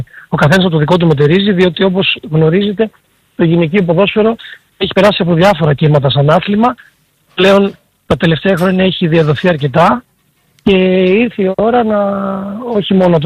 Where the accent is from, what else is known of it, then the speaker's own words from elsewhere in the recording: Missolonghi, Western Greece, Greece; now in Athens, Greece; τη δικιά μου πόλη στην οποία έχω μεγαλώσει